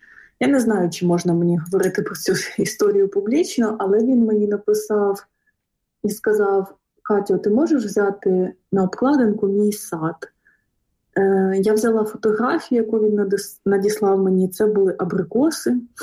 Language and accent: Ukrainian; Luhansk Oblast, Ukraine; були друзі, які ніколи не були на Донбасі, саме в Донецьку і саме на Луганщині, Центроцитівський район, звідки я родом.